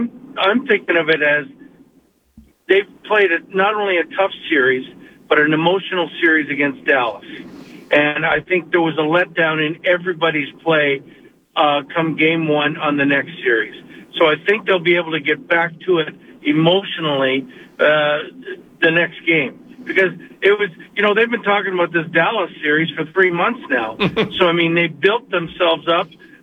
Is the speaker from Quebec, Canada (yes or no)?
no; Toronto, Ontario, Canada; I was Toronto